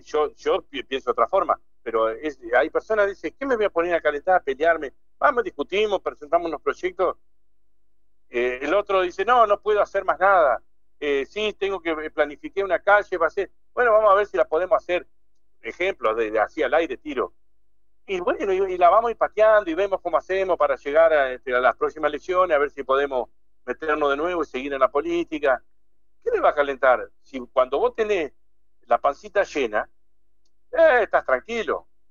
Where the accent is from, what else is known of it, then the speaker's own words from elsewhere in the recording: Diamante, Entre Ríos, Argentina; born there; Yo nací acá en Diamante y siempre decía, me quiero morir acá, pero hoy la estoy pensando a mis 53 años de irme de Diamante.